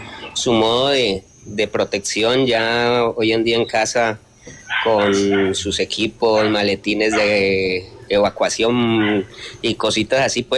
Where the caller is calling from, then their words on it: Popayán, Cauca, Colombia; Desde la Ciudad Blanca, Popayán.